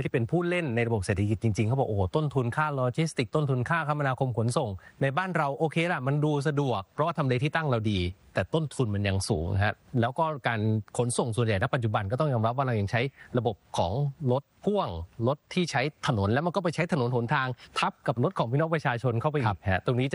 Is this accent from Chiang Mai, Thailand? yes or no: no; Songkhla, Thailand; ผมเนี่ยเป็นคนผมเป็นคนสงขลา